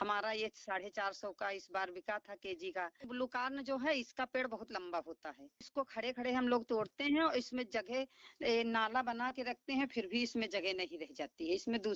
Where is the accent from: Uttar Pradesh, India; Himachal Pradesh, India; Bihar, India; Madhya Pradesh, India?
Uttar Pradesh, India; Dhineni; मैं ग्राम पंचायत धिनेनी से हूँ। मेरा जिला सीतापुर ब्लॉक बिसवा।